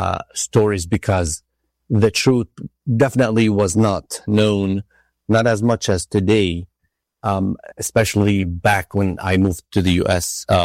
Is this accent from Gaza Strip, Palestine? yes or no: no; Tulkarm, West Bank, Palestine; So I was born in Palestine in a small town called Tul Karim, and it is a border town like 15 minutes away from the city of Netanya.